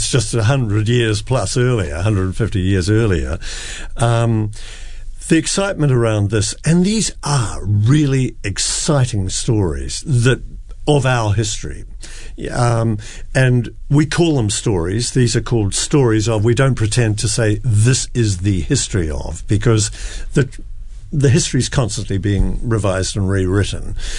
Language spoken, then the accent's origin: English; New Zealand; as a New Zealander